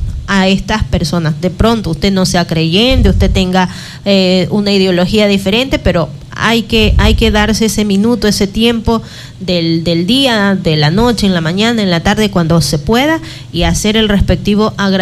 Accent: Ecuador; como ecuatorianos estar preparados por esta llamada situación que se ubica el Ecuador en el conocido Callejón de Fuego

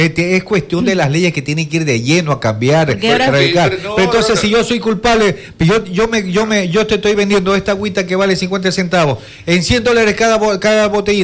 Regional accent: Ecuador

